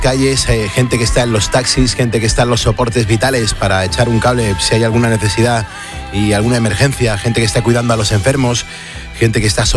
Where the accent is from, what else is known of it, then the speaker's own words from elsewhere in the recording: Cuenca, Castilla-La Mancha, Spain; Y soy de Cuenca.